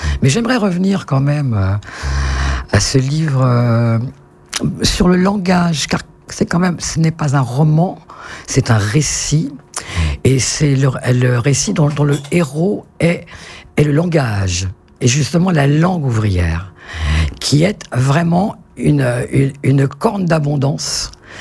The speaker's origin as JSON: {"language": "French", "region": "Île-de-France", "country": "France", "tie": "born there", "said": "je suis né au confluent de la Seine et de Lyon, néanmoins, à Montreux-Foltion. Donc, je suis né dans le sud Seine-et-Marne, voilà, pas très loin de la forêt de Fontainebleau."}